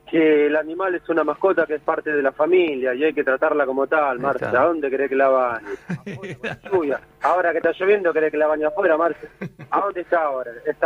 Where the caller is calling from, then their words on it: Moreno, Buenos Aires Province, Argentina; de Moreno.